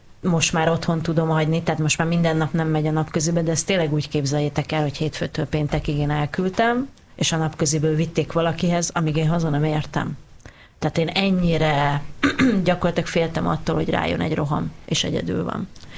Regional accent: Jászfényszaru, Pest, Hungary; also born or lived in Budapest; de egyébként Budapesten születtem, a 2. kerületben, vagy bocsánat, a 12. kerületben, és akkor anyukám még kitalálták, hogy ők majd gazdálkodnak jászfényszarú

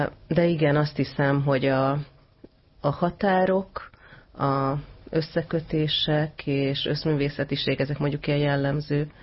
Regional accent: Budapest, Hungary; also born or lived in Latin America; Budán nőttem

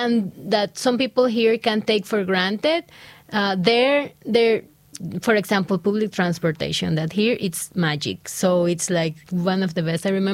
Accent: Ecuador; English is a second language; And every time I was saying that I was from Ecuador, I always had like a good reaction.

